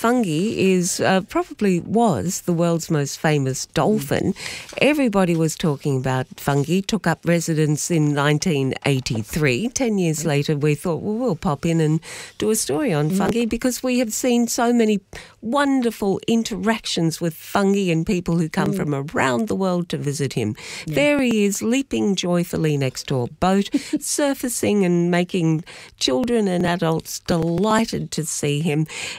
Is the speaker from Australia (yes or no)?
yes; Melbourne, Victoria, Australia; It's not what I was used to back here. When I came back to Melbourne, I carried with me the initial impulse to smile at anyone